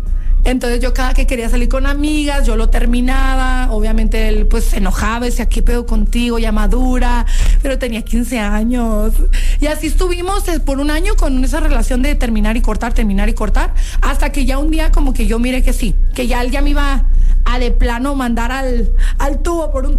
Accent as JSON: {"language": "Spanish", "town": "Ameca", "region": "Jalisco", "country": "Mexico", "moved": "yes", "said": "Yo soy de Ameca, Jalisco."}